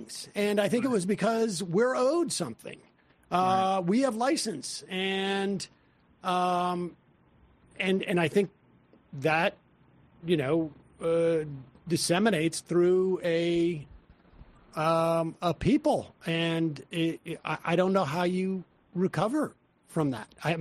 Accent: Worcester, Massachusetts, United States; I grew up in Worcester, Massachusetts. It was not like a very, like, it was a, not the, the most Jewish of places, but we were, you know, in Hebrew school.

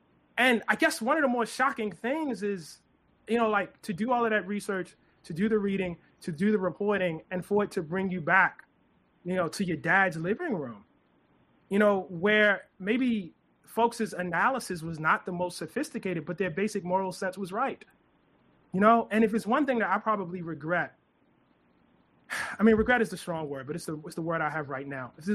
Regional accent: Baltimore, Maryland, United States; accent: Baltimore; my Baltimore accent

